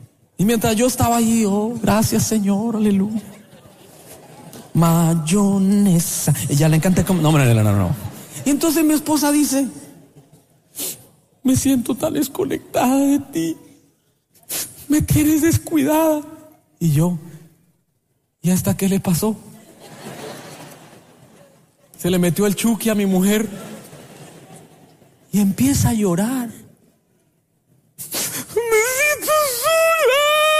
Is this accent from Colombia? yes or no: yes; Colombia; born there; porque de donde yo nací, por allá, de los campos de Colombia, mi abuelo no era tierno con mi abuela.